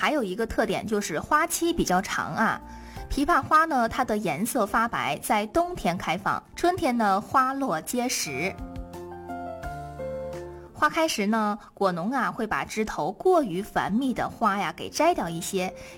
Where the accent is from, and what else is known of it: China